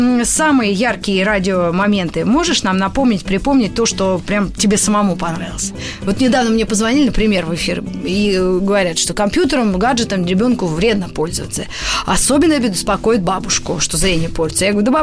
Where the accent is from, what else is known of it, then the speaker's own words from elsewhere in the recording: Moscow, Russia; born there; Я не помню 74-й, я была в Москве, я там и родилась.